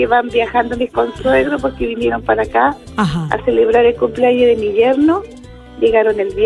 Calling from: Penco, Biobío, Chile; yo vivo en Penco, arriba, en los condominios, Los Álamos.

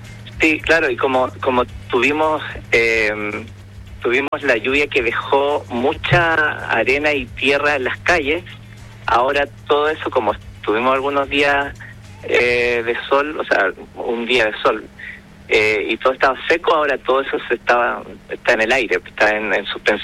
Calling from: Iquique, Tarapacá, Chile

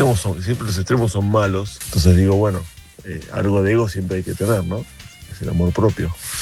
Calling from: Buenos Aires, Argentina; de Núñez.

